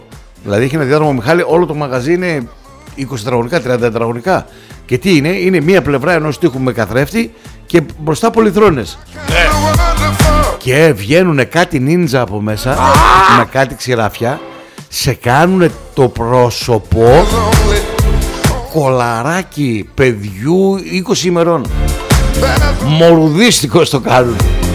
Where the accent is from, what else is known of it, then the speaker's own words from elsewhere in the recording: Sykies, Central Macedonia, Greece; Σικές μεγάλωσα, ναι.